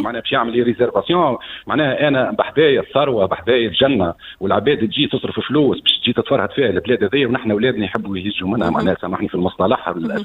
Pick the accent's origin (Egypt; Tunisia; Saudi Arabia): Tunisia; North West Tunisia; أنا أصلي من الشمال الغربي في كبرت